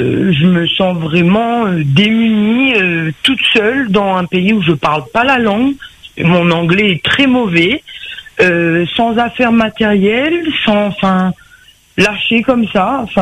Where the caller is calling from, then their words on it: Réunion; je rentrais chez vive à La Réunion, en fait, parce que je suis réunionnaise.